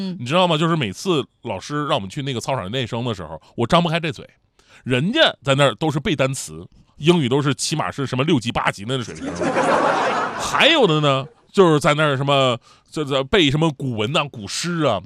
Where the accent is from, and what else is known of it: Northeast China, China